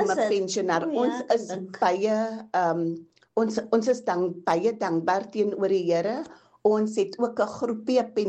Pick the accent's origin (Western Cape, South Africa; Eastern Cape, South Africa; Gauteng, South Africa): Western Cape, South Africa; Mossel Bay; En dan het ek, ek is gebore hier in Mossel Bay, maar weens omstandighede het ons klein tyd by ons oupa en ouma op Tergnet wat nou toekoms is gebly.